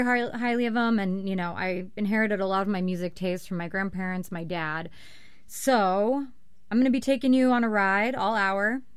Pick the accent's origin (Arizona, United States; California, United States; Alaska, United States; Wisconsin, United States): Arizona, United States; But we're from Arizona, so driving long distances is like a thing for us.